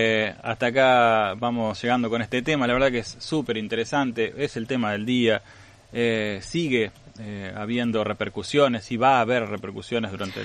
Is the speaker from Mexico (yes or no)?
no; Argentina; Somos esta Argentina